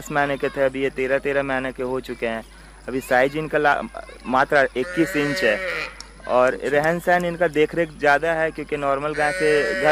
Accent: Jamshedpur, Jharkhand, India; यही गोलमुरी के निवासी हैं।

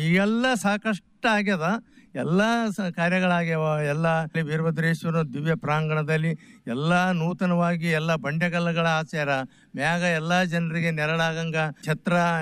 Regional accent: Motamari, Karnataka, India

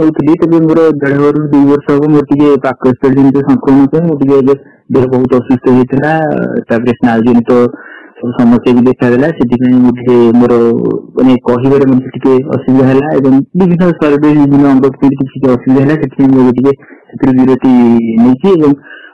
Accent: Kishore Nagar, Odisha, India; ଆମ ଗାଁ ହେଲା କିଶୋର ନଗର କଟକ।

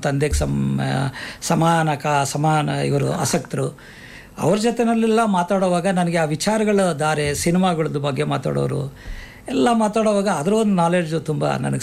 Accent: Tyamagondlu, Karnataka, India; ನಾನು ಬೆಂಗಳೂರು ಗ್ರಾಮಾಂತರ ನೆಲಮಂಗಲ ತಾಲೂಕು ತ್ಯಾಮಗೊಂಡ್ಲು ಗ್ರಾಮದವನು.

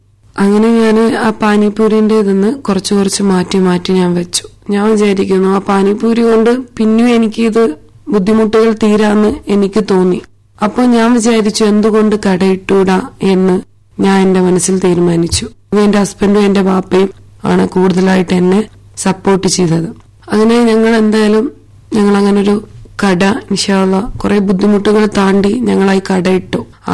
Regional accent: Kerala, India; also born or lived in Lakshadweep; എന്റെ ബാല്യകാലം എന്ന് പറഞ്ഞാൽ കേരളത്തിലും ലക്ഷദ്വീപിലായിരുന്നു. ഞങ്ങളുടെ വീടെന്ന് പറയുമ്പോൾ ചെറിയ ഓലമടഞ്ഞ വീടായിരുന്നു.

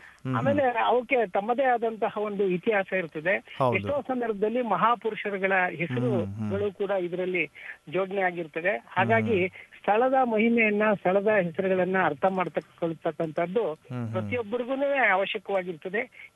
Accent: Mandya district, Karnataka, India; now in Mysore, India; ನಾನು ಮೂಲತಃ ಮಂಡ್ಯ ಜಿಲ್ಲೆಗೆ ಸೇರಿದವನು, ಆದ್ರೆ ಮೈಸೂರಿನಲ್ಲೇ ಒಂದು 33 ವರ್ಷಗಳಿಂದ ವಾಸ ಇದ್ದೇನೆ. ನಮ್ಮೂರಿನ ಬಳಿ ಮದ್ದೂರು ತಾಲೂಕಿನಲ್ಲಿ ಚಿಕ್ಕ ಅರಸಿನ ಕೆರೆ, ದೊಡ್ಡ ಅರಸಿನ ಕೆರೆ ಅಂತ ಎರಡು ಗ್ರಾಮಗಳು ಉಂಟು.

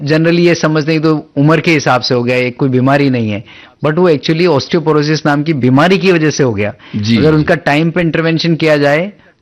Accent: Rajasthan, India; मैं राजस्थान का रहने वाला हूं और उदयपुर मेडिकल कॉलेज से मेरी अपनी पढ़ाई करी।

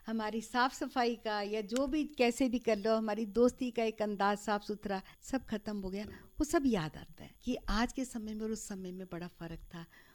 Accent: Jammu, Jammu and Kashmir, India

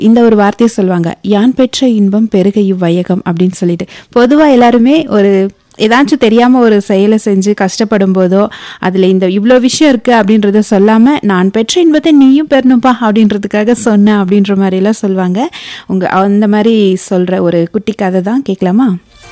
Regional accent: Dharmapuri, Tamil Nadu, India; நானும் தர்மபுரி தான்.

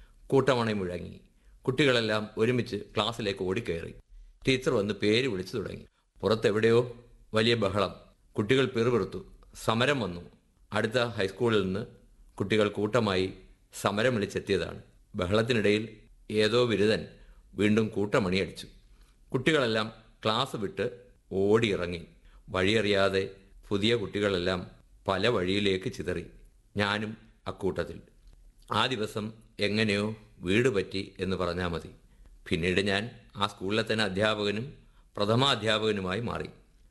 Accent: Kollam, Kerala, India; കുരീപ്പുഴ എന്ന എൻ്റെ ഗ്രാമത്തെ

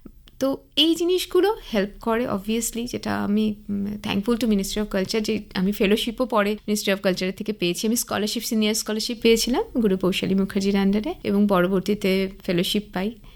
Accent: Jalpaiguri, West Bengal, India; also born or lived in Kolkata; যেহেতু আমি জলপাইগুড়িতেই বড় হয়েছি

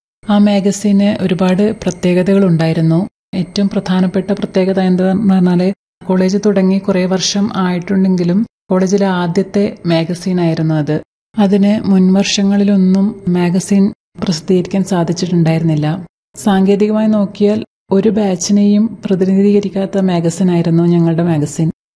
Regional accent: Kannur, Kerala, India; ഞാൻ കണ്ണൂർ സ്വദേശിയാണ്.

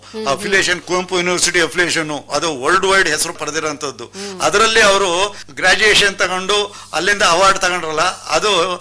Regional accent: South India, India; ನಾವು ಕರ್ನಾಟಕದಲ್ಲಿ ನಾವಿರೋದು, ಈಗ ನಾವಿರೋದೆಲ್ಲ ಸೌತ್ ಇಂಡಿಯಾದವರು

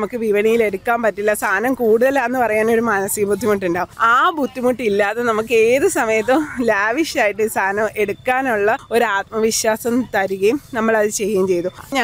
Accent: Onattukara, Kerala, India; born there; ഞാൻ ഓണാട്ടുകരയാണ് ജനിച്ചത്. അപ്പോൾ ഒരു കാർഷിക സംസ്കാരമുള്ള നാടാണ്, ജീവിത രീതിയുള്ള നാടാണ്.

